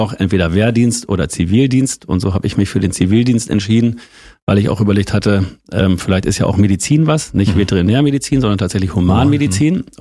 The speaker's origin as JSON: {"language": "German", "town": "Holthusen", "region": "Lower Saxony", "country": "Germany", "tie": "born or raised there", "said": "also unser Bauernhof, auf dem wir aufgewachsen sind, oder ich aufgewachsen bin in Holthusen 1, Lüneburger Heide, das ist so ein typischer Bauernhof gewesen"}